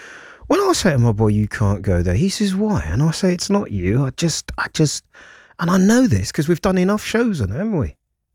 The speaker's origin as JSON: {"language": "English", "region": "London", "country": "United Kingdom", "tie": "born or raised there", "said": "right opposite where I was brought up on the Kingsmead Estate."}